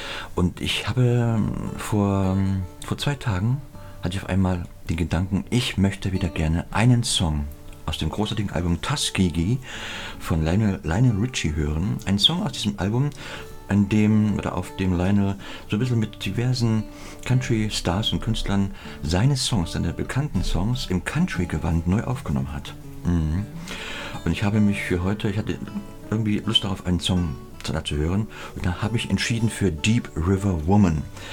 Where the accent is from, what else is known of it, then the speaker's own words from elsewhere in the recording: Saxony, Germany; Ich habe einen Kalender meiner Heimat, der Sächsischen Schweiz, an meiner Wand hängen